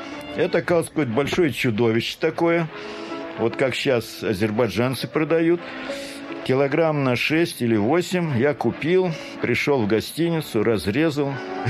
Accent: Kazakhstan; born there; Я еще говорю, я еще и казах, потому что я родился в Казахстане. А раз это моя земля и родина, значит, я еще немножко и казах.

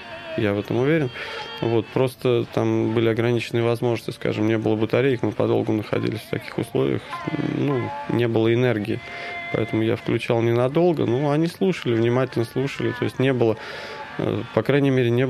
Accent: Russia; что я из России

